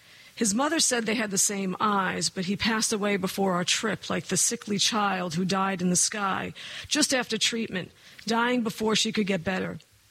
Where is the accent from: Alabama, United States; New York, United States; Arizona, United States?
New York, United States; Long Island; because I'm originally from Long Island, so you'll see some references if you're aware of Long Island. Might hear it in my accent.